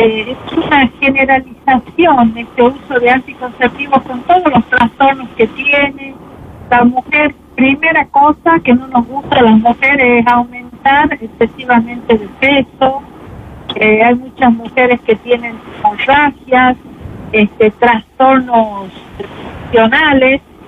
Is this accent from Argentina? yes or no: yes; Argentina